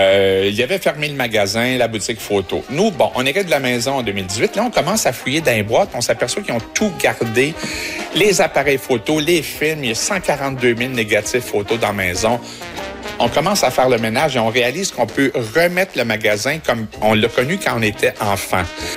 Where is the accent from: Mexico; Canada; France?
Canada; Matane, Quebec; born there; also born or lived in Montreal; je suis né à Matane. J'habite à Matane après un long détour à Montréal.